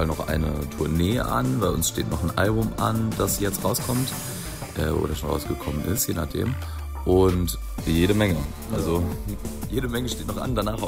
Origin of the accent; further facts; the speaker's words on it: Saarbrücken, Saarland, Germany; Aus Saarbrücken.